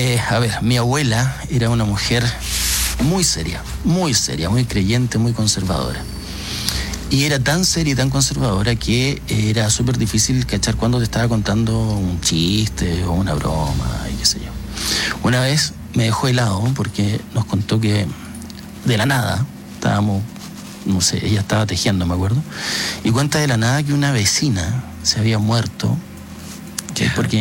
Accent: Magallanes and Chilean Antarctica, Chile; yo soy magallánico.

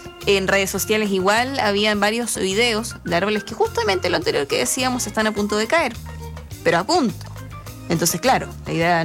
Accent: Chile; Pero, como buena chilena, digo que es chilena.

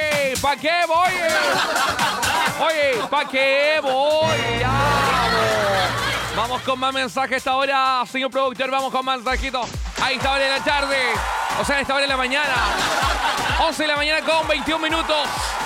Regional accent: Chile; Yo no soy de España, amiga, yo soy chileno. No tengo acento español, no tengo acento español.

